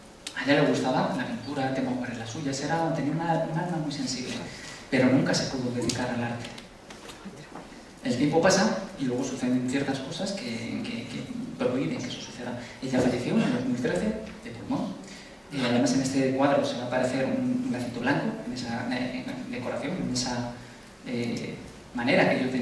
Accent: Madrid, Community of Madrid, Spain; Porque yo soy de Aluche, no me matéis, pero soy de Aluche.

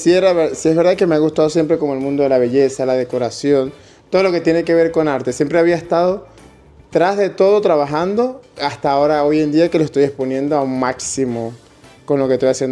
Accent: Venezuela; now in Spain; tengo 11 años en España y no he perdido mi forma de hablar. Ni quiero perderla.

